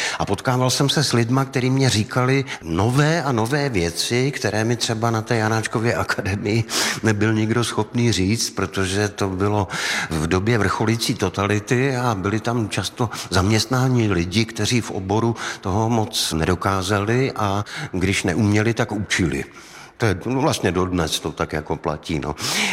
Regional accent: Olomouc Region, Czechia; vyrůstal jsem na Bělidlech, mám tady spoustu známých z té mojí milované čtvrti.

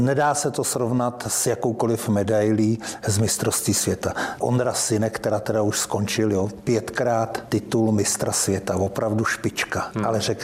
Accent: Třeboň, South Bohemian Region, Czechia; also born or lived in České Budějovice; now in Prague, Czechia; Já jsem se narodil v Českých Budějovicích, ale jsem Třeboňák Břeličák.

